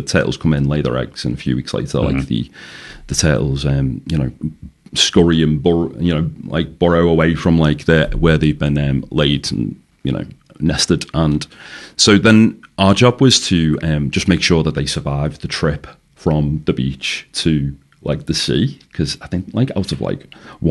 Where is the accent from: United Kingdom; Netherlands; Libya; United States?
United Kingdom; Liverpool, North West England; now in Australia; Liverpool, England.